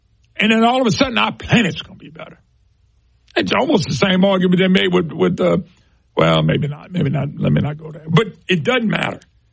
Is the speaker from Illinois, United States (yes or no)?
no; Plaquemine, Louisiana, United States; also born or lived in Monroe; I'm from the Plaquemine, Baton Rouge area. I already knew that area. Got a lot of friends and family members there. Lived in Monroe for 35 years.